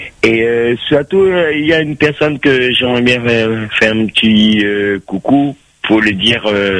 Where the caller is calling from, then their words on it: Bordeaux, Nouvelle-Aquitaine, France; De Bordeaux.